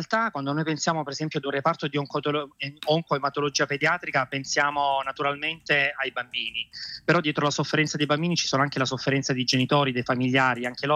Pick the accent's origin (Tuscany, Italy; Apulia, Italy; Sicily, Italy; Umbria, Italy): Apulia, Italy; Tuglie; moved away as an adult; now in Rome, Italy; nel mio paese, dove siamo stati 6 anni, nella comunità di Tuglia, vicino a Gallipoli